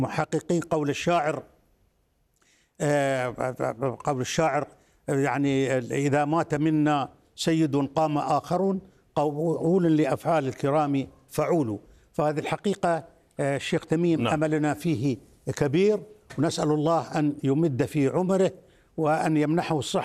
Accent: Qatar; لا نقول هذا الكلام ولا نقوله كقطريين

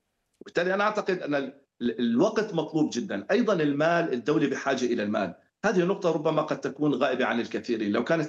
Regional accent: Syria

